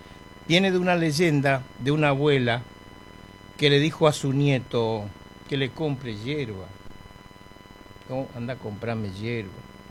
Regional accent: Presidencia de la Plaza, Chaco, Argentina; moved away; mi gente de Presidencia de la Plaza, mi pueblo en Chaco

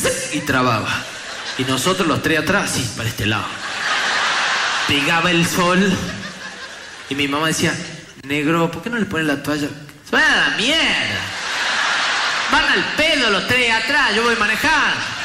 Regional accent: Famaillá, Tucumán, Argentina; Una vez salimos de Famaya, mi pueblo

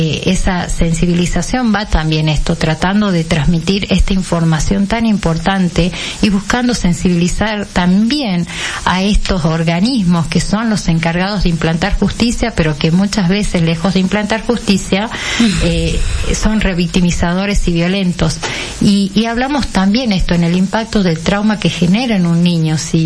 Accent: Argentina

